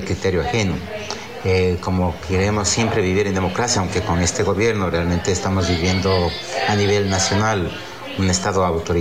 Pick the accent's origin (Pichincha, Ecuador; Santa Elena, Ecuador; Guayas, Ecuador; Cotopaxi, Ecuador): Pichincha, Ecuador; Quito; moved away as an adult; now in Lago Agrio, Ecuador; Yo te cuento personalmente, como quiteño, lo que he sentido cuando he conocido la historia de mi ciudad